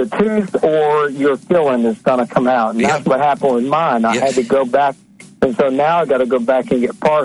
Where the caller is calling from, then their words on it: Tennessee, United States; from Tennessee.